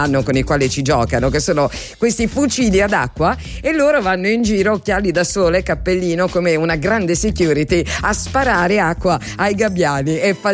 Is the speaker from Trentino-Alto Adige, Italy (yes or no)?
no; Apulia, Italy; essendo pugliesi